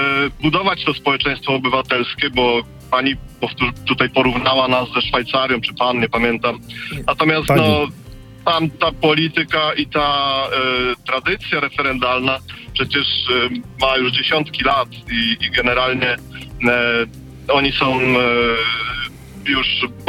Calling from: Kraków, Lesser Poland, Poland; dzwonię z Krakowa.

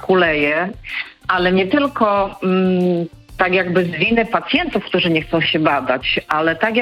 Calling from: Rzeszów, Subcarpathian Voivodeship, Poland; Mieszkam w Rzeszowie.

